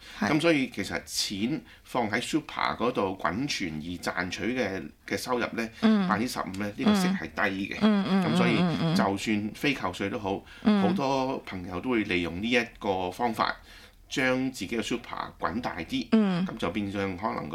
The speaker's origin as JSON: {"language": "Cantonese", "country": "Australia", "said": "咁所以呢個就作為澳洲人可能都係有啲自豪啩"}